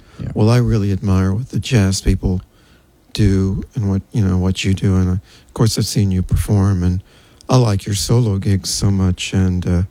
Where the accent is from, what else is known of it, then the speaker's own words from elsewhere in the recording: Richmond, Virginia, United States; Richmond, Virginia.